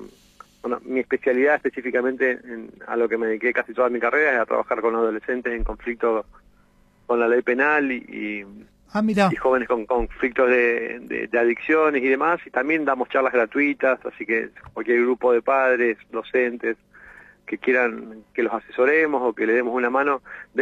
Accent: Chubut, Argentina

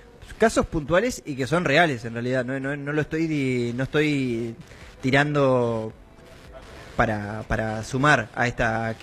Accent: Argentina; somos todos argentinos

